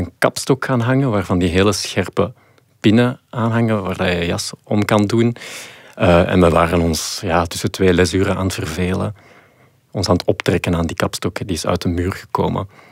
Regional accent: Mechelen, Flanders, Belgium; Ik ben van Mechelen en al de scouts in Mechelen spreken elkaar ook echt aan met die totems.

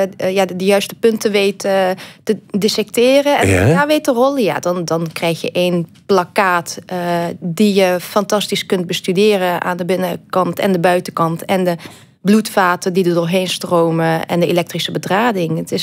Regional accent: Roermond, Limburg, Netherlands; Ja, ik ben in Roermond opgegroeid, in Maastricht gestudeerd en vervolgens in Rotterdam en in Hasselt gaan werken.

